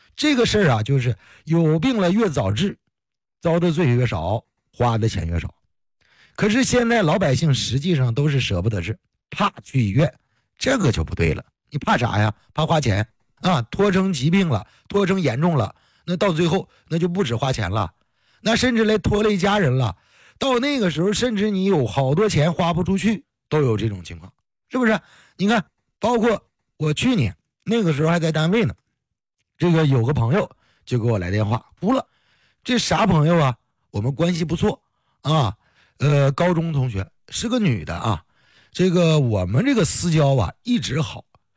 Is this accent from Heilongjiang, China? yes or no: yes; Heilongjiang, China; 咱是黑龙江人